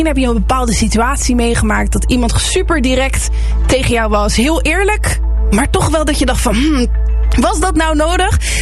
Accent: Netherlands; toen ik dus op uitwisseling was naar de UK, toen woonde ik in een studentenflat met één andere Nederlandse meid

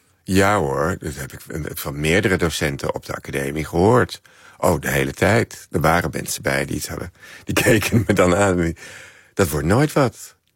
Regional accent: Amstelveen, North Holland, Netherlands; bibliotheek in Amstelveen, waar ik opgroeide

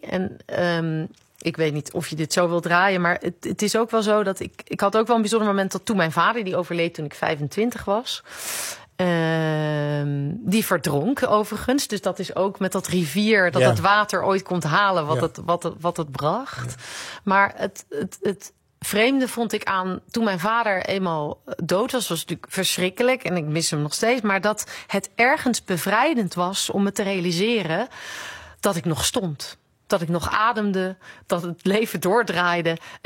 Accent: Zeist, Utrecht, Netherlands; also born or lived in Deventer; Maar ik ben echt geboren Deventer, opgegroeid in Zeist.

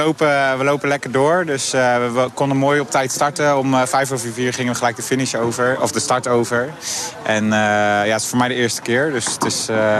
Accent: Nijmegen, Gelderland, Netherlands; Ik kom zelf uit Nijmegen en ik heb nu...

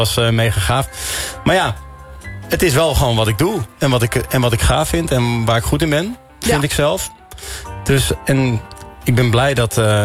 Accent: Amsterdam, North Holland, Netherlands; Ik mag het zeggen, want ik ben een Amsterdammer.

